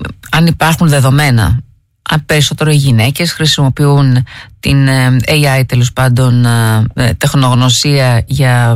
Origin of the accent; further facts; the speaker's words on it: Tinos, South Aegean, Greece; Είμαι κυκλαδίτισσα, είμαι Τηνιακή, όχι, δεν είμαι καθόλου από τα μέρη αυτά